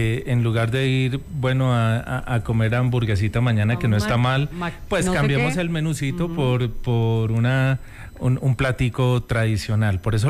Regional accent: Boyacá, Colombia; nuestra identidad boyacense, nuestra identidad campesina.

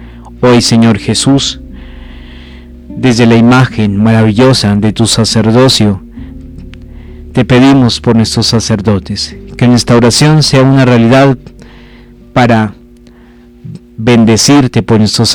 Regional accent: Colombia; pero también como pueblo colombiano.

